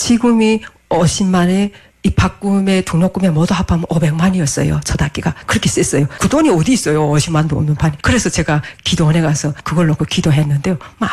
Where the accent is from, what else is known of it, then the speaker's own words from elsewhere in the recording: North Korea; 아 그래서 내가 나는 북한에서 왔다고 이랬어요.